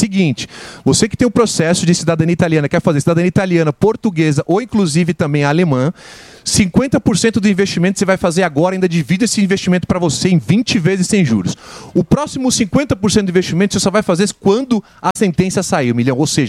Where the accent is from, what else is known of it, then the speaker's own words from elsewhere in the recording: São Paulo, Brazil; Eu sou da região do Morumbi, minha esposa e meus filhos não conseguem ir num shopping sozinho, né?